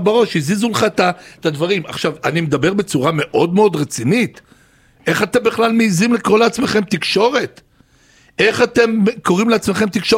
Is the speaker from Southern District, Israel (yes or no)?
no; Lod, Central District, Israel; moved away; גדלתי בעיר ערבית יהודית, ובילדות שלי הייתה שהערבים היו ממש היו חברים וטובים.